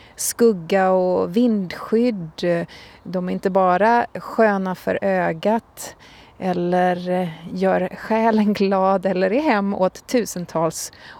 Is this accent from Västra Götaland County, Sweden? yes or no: yes; Gothenburg, Västra Götaland County, Sweden; i villområdet i Göteborg där jag växte upp